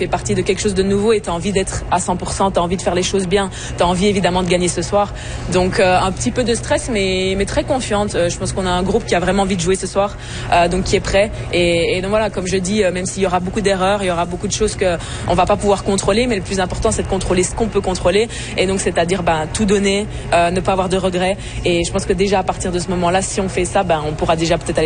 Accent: Montreal, Quebec, Canada; Je suis très fière du Canada. Je pense que le fait que ce soit à Toronto, puis d'être une Montréalaise et venir ici

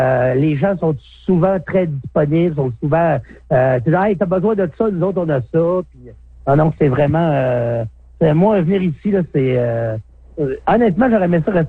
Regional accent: Quebec, Canada; moved away; Ben, quand j'étais jeune en Gaspésie

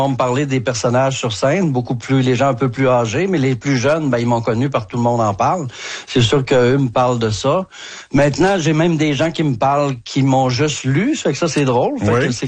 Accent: Saguenay, Quebec, Canada; Puis on finit toujours par dire dans toutes les entrevues qu'on vient de la région.

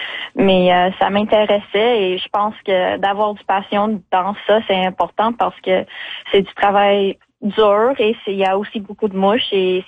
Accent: Longueuil, Quebec, Canada; Non, j'ai grandi à Montréal, ben sur la rive sud à Longueuil, et j'ai étudié dans l'agriculture durable et système d'alimentaire à l'Université de Bishops.

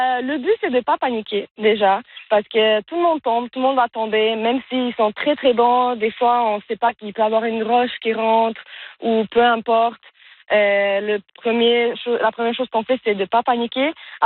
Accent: Montreal, Quebec, Canada; moved away; Moi, je suis de Montréal originalement.

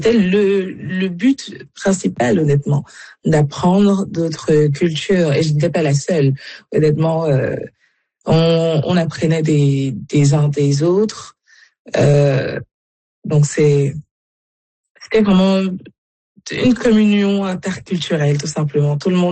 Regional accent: Cameroon; moved away; moi, je suis originaire du Cameroun

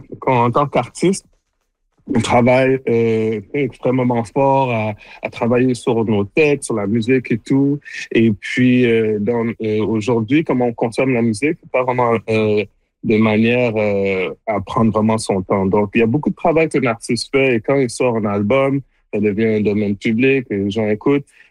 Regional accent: Montreal, Quebec, Canada; born there; je suis né à Montréal de parents d'origine haïtienne.

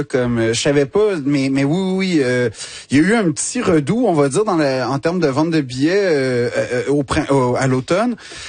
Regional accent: Quebec, Canada; now in France; je suis Québécois. Donc, en fait, je suis pas un Français, je suis un Québécois qui est en France.

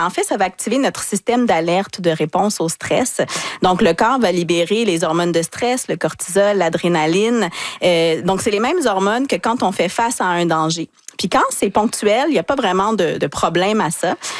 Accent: Quebec, Canada; Puis si on regarde chez nous au Québec...

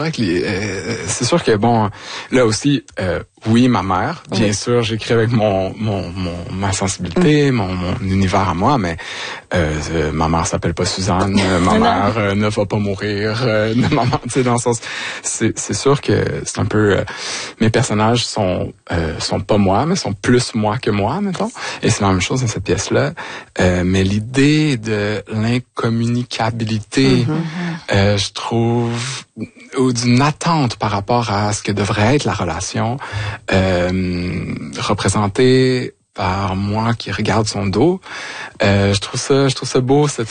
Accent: Vaudreuil-Soulanges, Quebec, Canada; Et donc moi, je suis retourné dans ma région natale, c'est-à-dire Vaudreuil-Soulanges

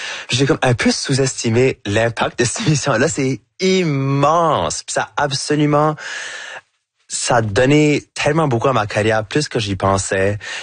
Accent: New Brunswick, Canada; accent: chiac; J'ai un accent qui va jamais être neutre. So là, de complètement laisser ça aller, puis de faire tout ce que je fais avec mon accent, avec mon chiac. Pour moi, c'est comme, ah, ben, c'est bien plus fun parce que là, tout d'un coup, je peux comme apporter l'Acadie avec moi partout où

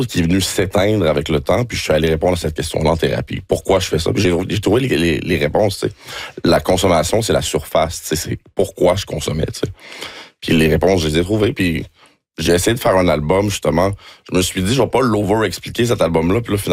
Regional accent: Montreal, Quebec, Canada; born there; Mais je suis né à Montréal-Nord, par exemple.

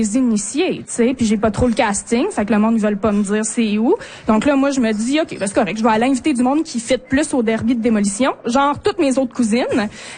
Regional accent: Quebec, Canada; Moi, je viens de là. Je viens pas des Bergeronnes, mais je viens de la Haute-Côte-Nord.

